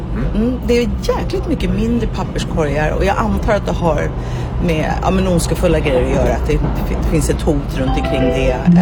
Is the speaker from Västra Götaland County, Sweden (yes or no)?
no; Stockholm, Stockholm County, Sweden